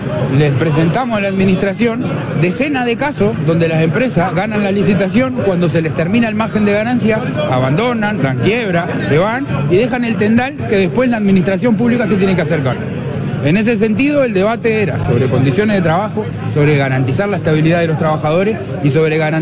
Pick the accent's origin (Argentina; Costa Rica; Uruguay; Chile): Uruguay; somos trabajadores del ente y somos uruguayos.